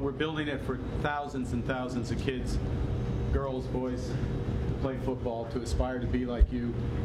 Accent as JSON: {"language": "English", "country": "Canada", "said": "I'll just say I couldn't be prouder as a Canadian."}